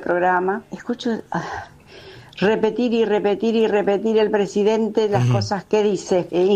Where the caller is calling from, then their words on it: Tortuguitas, Buenos Aires Province, Argentina; de Tortuguitas.